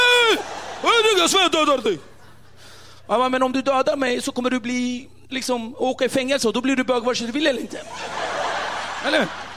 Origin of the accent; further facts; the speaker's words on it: Rinkeby, Stockholm County, Sweden; Jag är uppväxt i Rinkeby. Och det är ganska hårt samhälle utanför Stockholm så här. Och jag älskar Rinkeby.